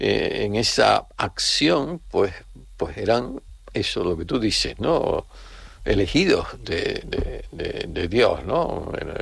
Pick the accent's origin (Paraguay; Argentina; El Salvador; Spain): Spain; Güímar, Canary Islands; born there; En mi pueblo, que es Güímar, también quiero presentarlo.